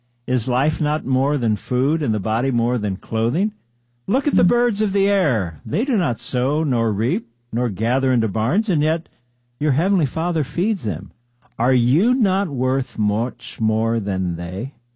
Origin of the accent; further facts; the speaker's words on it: Germany; also born or lived in Turkey; I grew up in living in Germany and Turkey. My dad was in the military. Then I lived out in the Philippines and Indian Ocean on aircraft carriers.